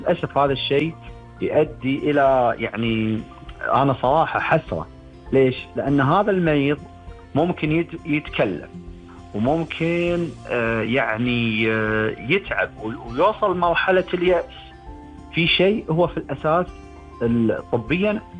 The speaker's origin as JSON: {"language": "Arabic", "country": "Kuwait", "said": "عندنا بالكويت"}